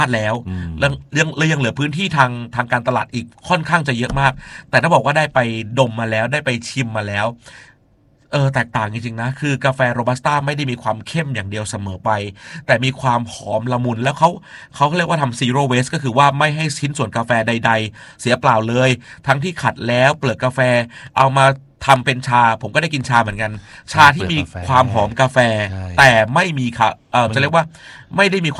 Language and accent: Thai; Songkhla, Thailand; คนใต้ครับเป็นคนสงขลาครับ